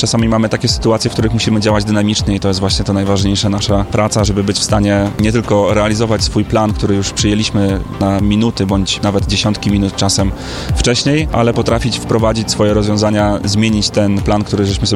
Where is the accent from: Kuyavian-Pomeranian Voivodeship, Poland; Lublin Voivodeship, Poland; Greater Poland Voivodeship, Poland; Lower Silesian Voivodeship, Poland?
Greater Poland Voivodeship, Poland; Poznań; ja jestem poznaniakiem